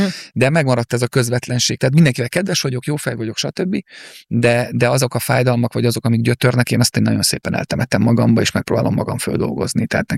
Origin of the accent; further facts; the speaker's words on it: Hungary; also born or lived in Moscow, Russia; ugye én egy örmény származású fiatalember vagyok, most már nem vagyok fiatalember. Én Moszkvába születtem, ugye a Szovjetunióban, szüleim így jöttek Magyarországra, itt kaptak egy munkalehetőséget